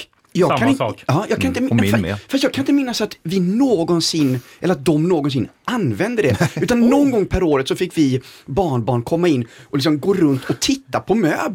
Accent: Gothenburg, Västra Götaland County, Sweden; Men alltså, jag är ju uppvuxen i Göteborg, men har tillbringat somrarna de senaste 25 åren i söder om mina trakter, men ändå i Norrland.

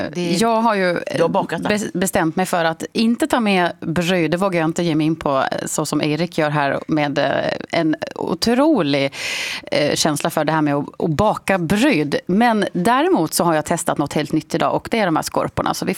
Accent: Sweden; när kvinnan då i butiken förstod att vi var från Sverige

